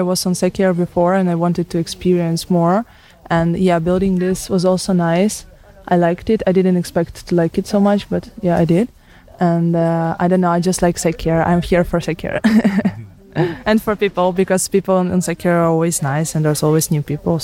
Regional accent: Odesa, Odesa Oblast, Ukraine; English is a second language; I'm from Ukraine, from Odessa, and I was in Slovakia in June

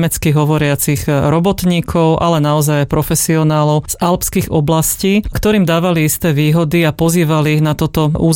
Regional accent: Smolenice, Trnava Region, Slovakia; K téme huncokárov som sa dostala, pretože pochádzam zo Smolenic a obec Smolenice aj okolité obce sú známe tým, že tam žili potomkovia huncokárov.

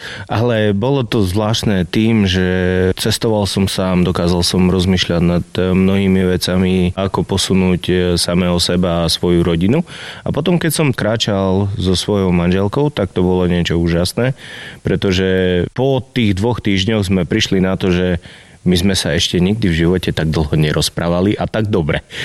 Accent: Prešov, Prešov Region, Slovakia; Keďže som Prešovčan, cestoval som smerom domov

